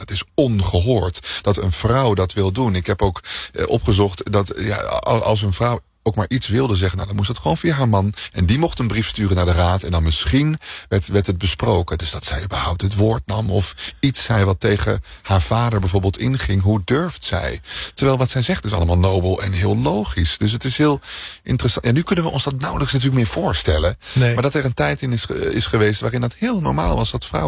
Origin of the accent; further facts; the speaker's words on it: Deventer, Overijssel, Netherlands; ik kom uit Deventer